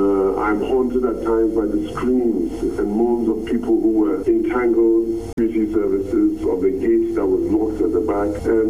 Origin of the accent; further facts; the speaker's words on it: Ghana; Secondly, as a Ghanaian, look at what happened at Hillsborough with smaller numbers.